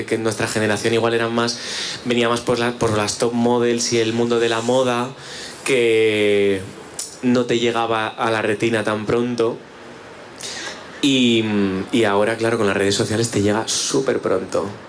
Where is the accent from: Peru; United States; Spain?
Spain; los maricones de España, que yo los quiero mucho porque yo también soy maricón de España